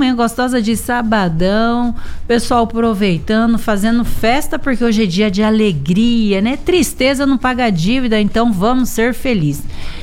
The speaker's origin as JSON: {"language": "Portuguese", "country": "Brazil", "said": "eu sou brasileira, eu torço pela seleção do Brasil."}